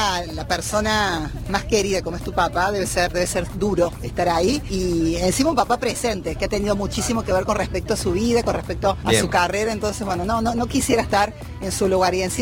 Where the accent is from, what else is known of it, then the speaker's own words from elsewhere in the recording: Córdoba, Argentina; soy cordobesa.